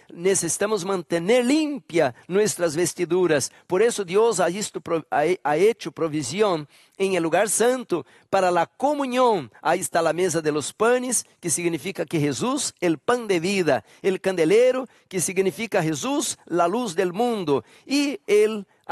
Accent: Brazil; now in Bolivia; aquí estoy en Bolivia, yo no soy boliviano, pero soy brasileño.

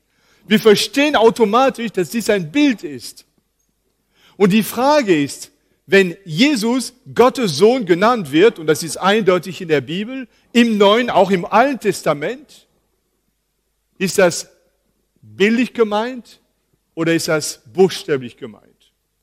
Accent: Paris, Île-de-France, France; moved away; Ich bin selber in Paris aufgewachsen und mein Vater arbeitete in einem jüdischen Viertel. Und damals gingen wir immer unsere Wurst kaufen, weil wir als bibeltreue Christen kein Schweinefleisch essen.

